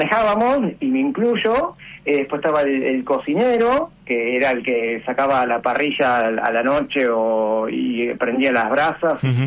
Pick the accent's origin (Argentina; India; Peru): Argentina; Banfield, Buenos Aires Province; Yo soy de Banfield.